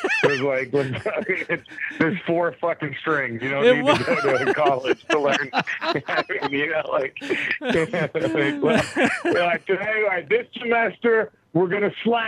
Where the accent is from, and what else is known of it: Dallas, Texas, United States; born or raised there; now in Los Angeles, United States